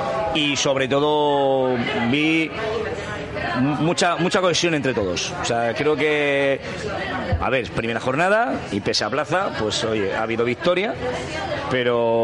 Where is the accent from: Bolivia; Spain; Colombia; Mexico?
Spain; Sestao, Basque Country; Yo soy de Sestao y en eso me siento súper orgulloso